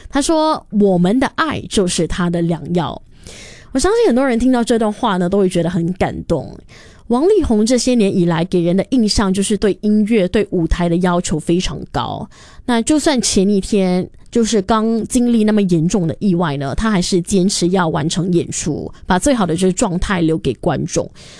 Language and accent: Chinese; Singapore; 小时候经常我是在东部长大的啦